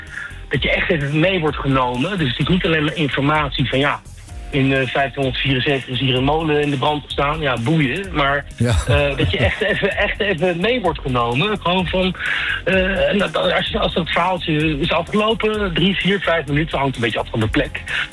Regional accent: South Holland, Netherlands; En goed, ik kom uit de Haagse regio.

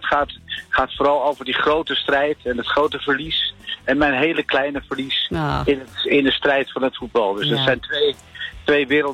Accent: Amsterdam, North Holland, Netherlands; Ja, mijn jeugd in Amsterdam-Oost. Dus dit hoorde er heel erg bij natuurlijk.

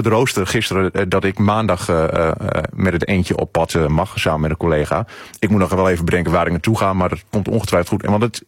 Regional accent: Netherlands; Ja, kijk, ik kom uit Nederland.

